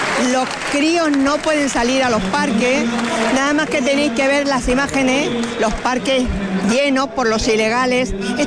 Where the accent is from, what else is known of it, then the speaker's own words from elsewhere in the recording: Ceuta, Spain; los de Ceuta y reivindicar que ante todo somos españoles por historia y esto es un orgullo.